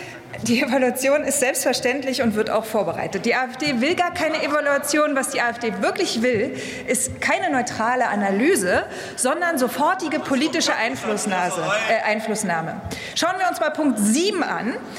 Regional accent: East Germany, Germany; Als Ostdeutsche ist es mir natürlich auch persönlich ein Anliegen

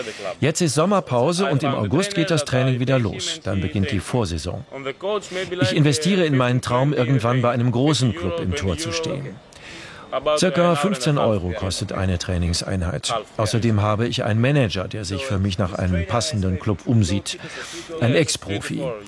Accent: Central Macedonia, Greece; German is a second language; ich komme aus Chalkidiki. Meine Eltern haben hier eine Pizzeria direkt am Meer.

